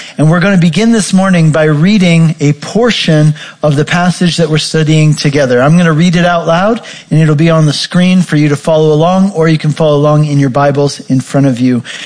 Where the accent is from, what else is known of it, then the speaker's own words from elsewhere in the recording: Colorado, United States; I grew up in Colorado. I love the mountains.